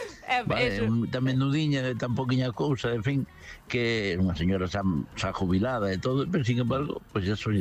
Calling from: Vigo, Galicia, Spain; outra vez.

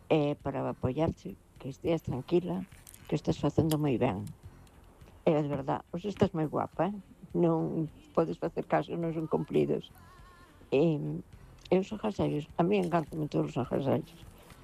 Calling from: Ribeira, Galicia, Spain; Boas noites, Noemi. … de Ribeira.

